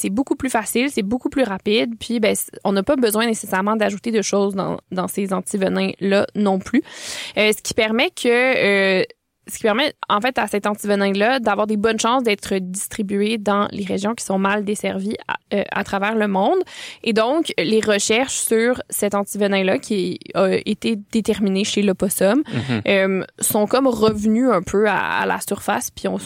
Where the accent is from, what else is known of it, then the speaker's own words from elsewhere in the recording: Quebec, Canada; chez nous, au Québec